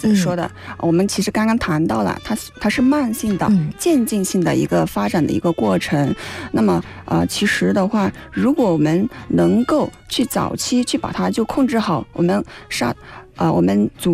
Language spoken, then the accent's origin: Chinese; China